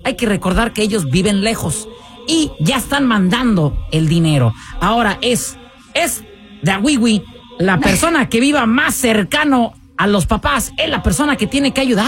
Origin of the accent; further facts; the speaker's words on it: Mexico; Nosotros como mexicanos siempre queremos toda la familia.